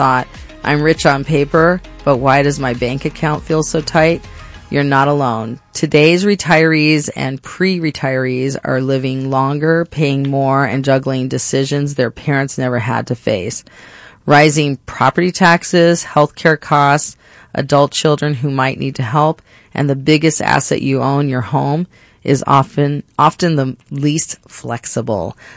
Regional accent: Phoenix, Arizona, United States; I'm actually a Phoenician. I'm from Arizona, and went to NAU.

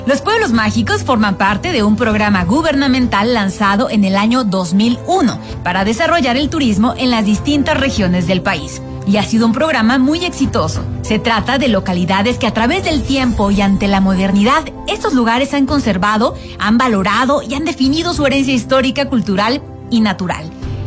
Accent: Mexico; lo que somos como mexicanos

